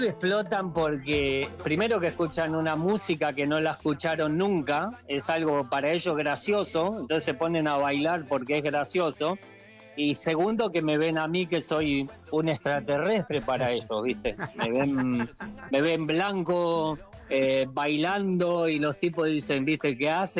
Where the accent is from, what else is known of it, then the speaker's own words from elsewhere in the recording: Buenos Aires, Argentina; born there; moved away as an adult; also born or lived in Catalonia, Spain; nosotros como argentinos viviendo en Argentina no vimos la carrera de Messi. Pero los que vivimos en Barcelona